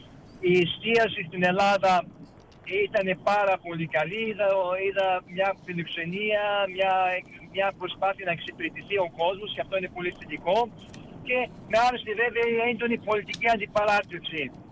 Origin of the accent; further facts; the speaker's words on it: Melbourne, Victoria, Australia; όπου έλεγα πως ήμουνα από Μελβούρνη, Αυστραλία, χαιρότανε